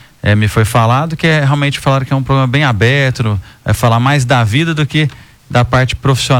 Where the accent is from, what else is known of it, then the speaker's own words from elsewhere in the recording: Goiânia, Goiás, Brazil; born there; Eu nasci aqui em Goiânia mesmo, em 1980.